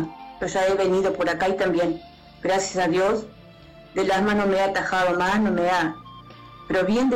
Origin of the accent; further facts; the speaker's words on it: Javier de Viana, Artigas, Uruguay; Yo vengo de Javier de Viana y traje a mi compadre de Pueblo Sacaíra.